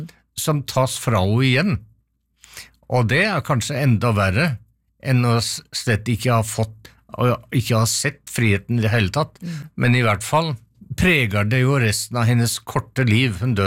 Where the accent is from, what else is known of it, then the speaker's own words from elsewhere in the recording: Seljord, Vestfold og Telemark, Norway; Jeg kommer fra en liten plass i Seljord, og jeg kommer litterært fra Frankrike, og også England og andre steder, men det internasjonale påvirkninger og røttene i Telemark, i Seljord